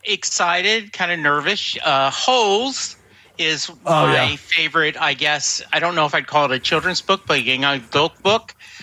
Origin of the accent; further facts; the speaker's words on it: Louisville, Texas, United States; from Louisville, Texas.